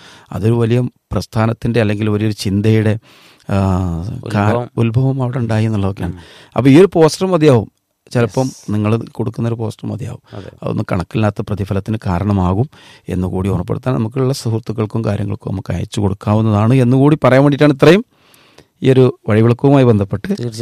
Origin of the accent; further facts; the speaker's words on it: Kerala, India; നമ്മൾ മലയാളി ശ്രോതാക്കളായിട്ടുള്ള